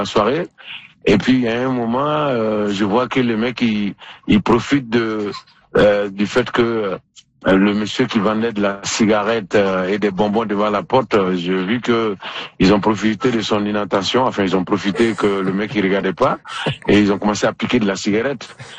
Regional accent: Côte d’Ivoire; Les gens m'ont demandé d'où je viens, j'ai dit Côte d'Ivoire

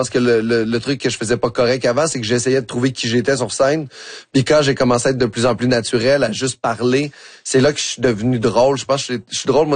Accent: Quebec City, Quebec, Canada; also born or lived in Bagotville / Saint-Hubert; now in Montreal, Canada; Je suis né à Québec. En fait, ça a été les 8 premières années de ma vie. J'ai passé dans le coin de Val-Bélair, Vanier.

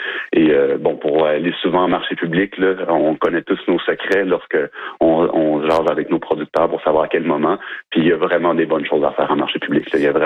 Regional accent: Trois-Rivières, Quebec, Canada; On le sait qu'à Trois-Rivières, moi, je suis natif de Trois-Rivières, là, je sais que c'est un sujet qui revient souvent.

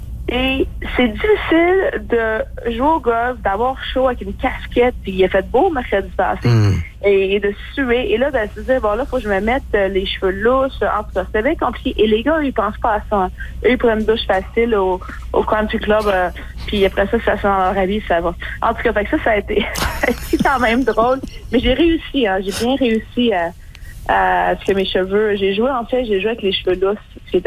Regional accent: Quebec, Canada; now in Ontario, Canada; Un, je me suis dit, waouh, tu sais, j'ai quand même passé 20 ans de ma vie ici. Bien sûr, je viens du Québec.

